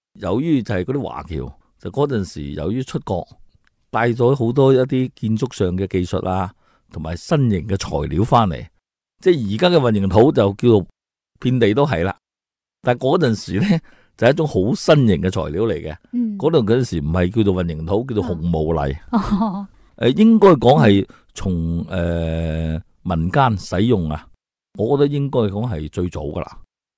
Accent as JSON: {"language": "Cantonese", "town": "Jiangmen", "region": "Guangdong", "country": "China", "tie": "born or raised there", "said": "喺江门，我哋家乡"}